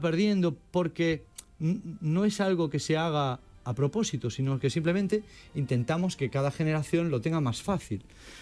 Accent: Marín, Galicia, Spain; moved away; yo soy de Marín. Venía de un sitio donde eso era impensable

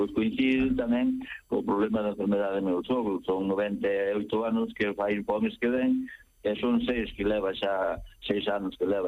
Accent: Oza-Cesuras, Galicia, Spain; Moi buenas. Son de Oza, Cesuras.

